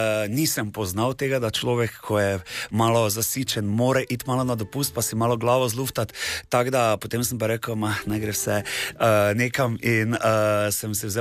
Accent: Maribor, Drava, Slovenia; prihajam iz Maribora, ne, in s tem tudi iz vinorodnega okoliša

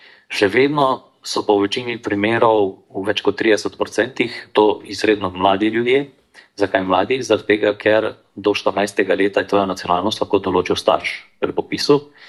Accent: Šmartno ob Paki, Savinja, Slovenia; vem pa, naprimer, zgodbo iz mojega rojstnega kraja, se pravi na Šmartno opaki

